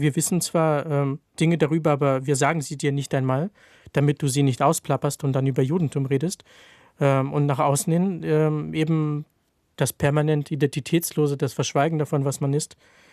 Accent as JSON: {"language": "German", "town": "Kharkiv", "region": "Kharkiv Oblast", "country": "Ukraine", "tie": "born or raised there", "second_language": "German", "moved": "yes", "said": "Ich selbst bin dann in den 90ern eben zur Schule gegangen in Charkiw und hatte Schulunterricht auf Russisch. Ukrainisch hatte ich als Fremdsprache"}